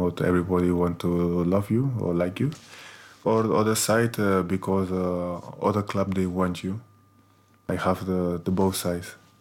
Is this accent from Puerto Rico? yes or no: no; Santa Coloma de Farners, Catalonia, Spain; English is a second language; But I started in my hometown, in Centre de Sport Farnés. And after that I do my next step to my neighbor town called Riu de Arenas.